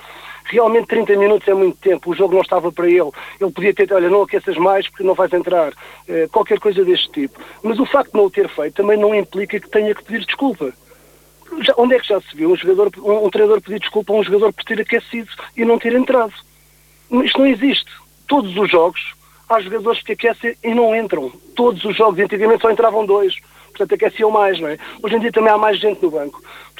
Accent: Portugal; se digo que sou de Portugal

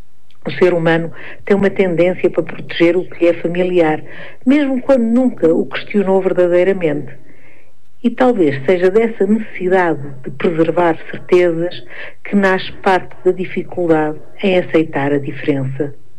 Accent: Guarda, Portugal; born there; moved away; also born or lived in Germany; Sou portuguesa, nascida e criada em Portugal, numa família tradicional, da guarda

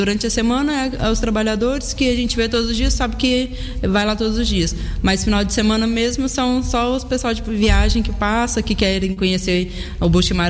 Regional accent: Minas Gerais, Brazil; moved away as an adult; now in Vila de Rei, Portugal; Eu sou de Minas.

